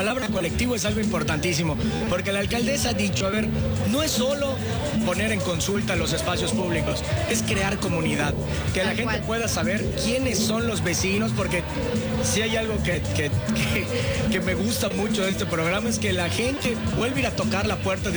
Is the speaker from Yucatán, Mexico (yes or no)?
yes; Mérida, Yucatán, Mexico; born there; somos yucatecos y meridanos de nacimiento.